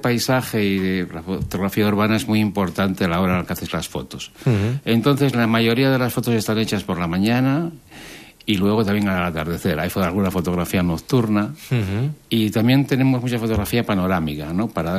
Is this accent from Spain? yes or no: yes; Avilés, Asturias, Spain; Yo soy de Avilés